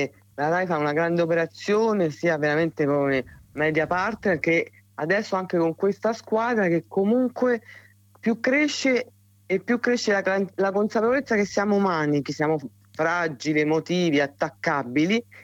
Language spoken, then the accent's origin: Italian; Rome, Lazio, Italy; Io questo lo dico non da romana